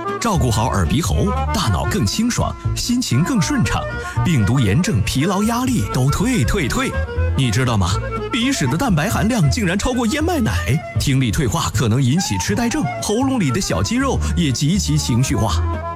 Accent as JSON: {"language": "Chinese", "country": "China", "said": "忍受痛苦难道不是我们中国人的一贯这个习惯吗？"}